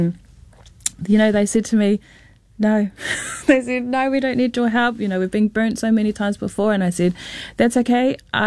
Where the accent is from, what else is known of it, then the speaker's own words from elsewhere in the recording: Auckland, New Zealand; first language Māori; English is a second language; also born or lived in Kaikohe; I was was raised in South Auckland, was raised in Ōtara